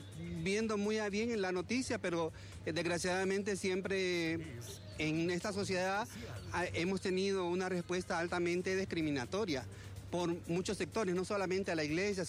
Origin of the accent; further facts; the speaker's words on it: Honduras; Somos hondureños y hondureñas como todos y cada uno de nosotros